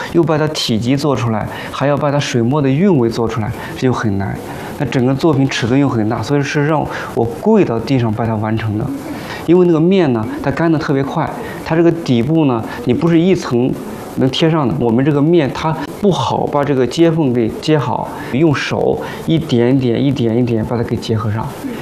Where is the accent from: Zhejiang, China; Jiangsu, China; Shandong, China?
Shandong, China; 就是我们山东人就有这股气。